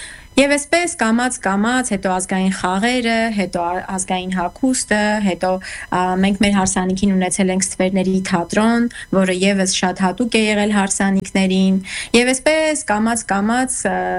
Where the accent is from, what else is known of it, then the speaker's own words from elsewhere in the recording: Goris, Syunik, Armenia; born there; ես ծնունդով Գորիսից եմ և մեր ընտանիքում շատ ընդունված է եղել երգը